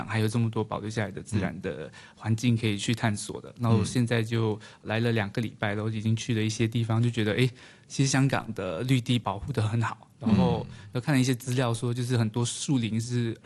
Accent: Malaysia; 我是来自马来西亚的

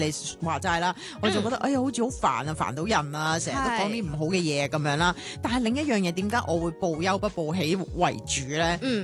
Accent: Hong Kong

